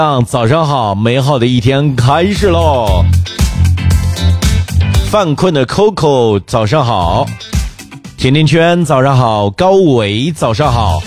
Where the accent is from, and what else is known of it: Northeast China, China